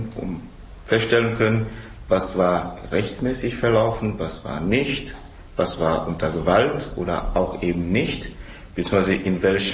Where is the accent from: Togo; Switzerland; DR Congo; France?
Togo; German is a second language; ich komme aus Togo und bin Dozent an der Université de Kara.